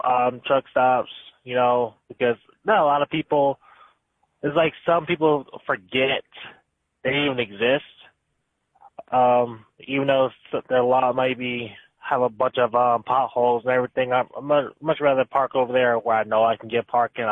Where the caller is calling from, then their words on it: Oak Grove, Missouri, United States; I am checking in from Oak Grove, Missouri.